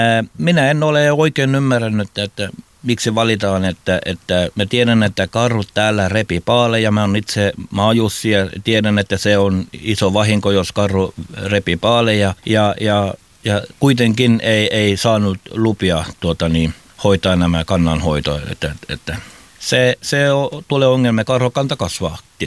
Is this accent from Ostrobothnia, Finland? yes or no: yes; Pedersöre, Ostrobothnia, Finland; ja mä tuun Pedersöörestä.